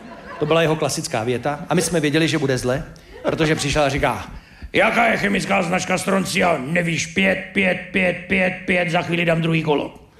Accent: Most, Ústí nad Labem Region, Czechia; Já jsem z Mostu, tam je fabrika, tam je taková chemička a tam pouští toxiny.

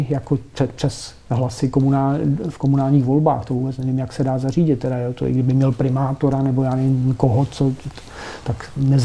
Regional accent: Kladno, Central Bohemian Region, Czechia; jednak já jsem z Kladna, tam je velkým hitem samozřejmě lídr místního ANO, František Bureš

